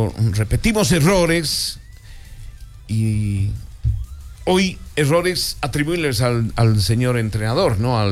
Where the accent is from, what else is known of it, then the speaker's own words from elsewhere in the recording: Bolivia; como buenos bolivianos, ganamos una vez y pensamos que siempre tenemos que ganar.